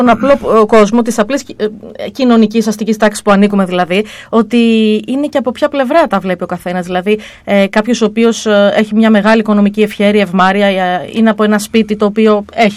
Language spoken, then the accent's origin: Greek; Greece; Μιλάω σαν Έλληνας πολίτης, σαν νέο άτομο αυτής της χώρας.